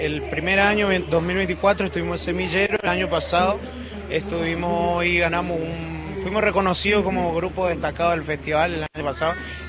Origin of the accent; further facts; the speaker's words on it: Formosa, Argentina; Sí, Formosa Capital, exactamente.